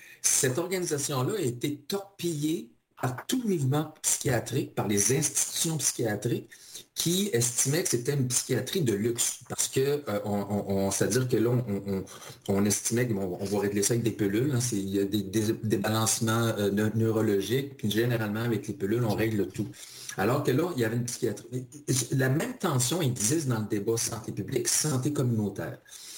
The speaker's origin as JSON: {"language": "French", "region": "Quebec", "country": "Canada"}